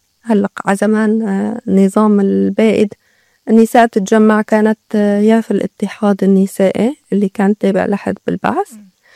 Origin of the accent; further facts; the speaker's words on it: Syria; نحن عاداتنا وتقاليدنا ما هي هيك كسوريين